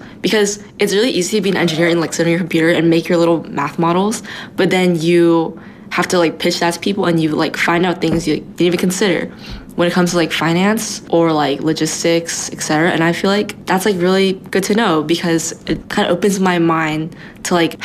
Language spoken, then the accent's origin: English; Houston, Texas, United States; born there; also born or lived in Austin / Seoul; now in Fairbanks, United States; I was born in Houston and I went to Austin. And before I was like in Fairbanks, I came from Seoul.